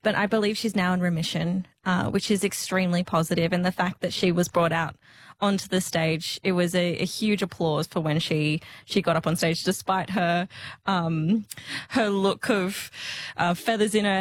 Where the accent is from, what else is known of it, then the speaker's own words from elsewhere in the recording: Australia; I think the big ticket item as an Australian, one of the best things to come out of this event